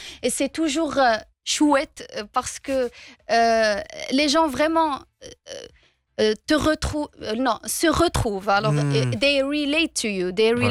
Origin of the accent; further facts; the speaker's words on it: Fez, Fès-Meknès, Morocco; French is a second language; C'est plutôt parce que, encore, je suis marocaine. Je suis issue d'une famille modeste, très modeste. J'ai grandi dans un quartier populaire de Medina Qdima à Fès.